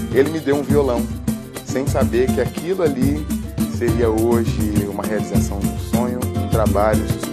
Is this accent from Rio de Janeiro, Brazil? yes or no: no; Belo Horizonte, Minas Gerais, Brazil; eu sou natural de Belo Horizonte, Minas Gerais. Tenho 29 anos e sou músico, cantor de pagode.